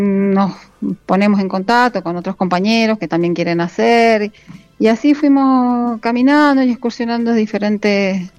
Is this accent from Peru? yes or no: no; Luján de Cuyo, Mendoza, Argentina; yo hago deporte acá en el Polideportivo de Luján de Cuyo, soy acá de Luján.